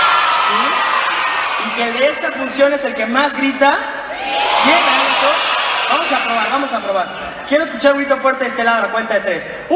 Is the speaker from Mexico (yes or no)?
yes; Mexico; yo vengo de México